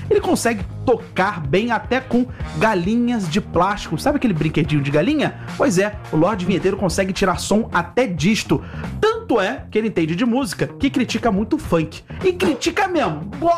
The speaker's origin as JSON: {"language": "Portuguese", "region": "Rio de Janeiro", "country": "Brazil", "said": "Pode ser, ele também é carioca e também viveu até uns 19 anos no Rio."}